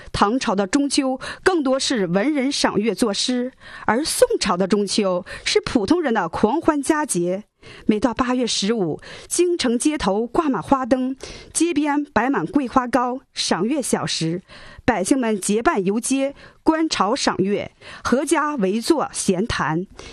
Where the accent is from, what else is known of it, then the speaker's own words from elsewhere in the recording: China; 我们中国人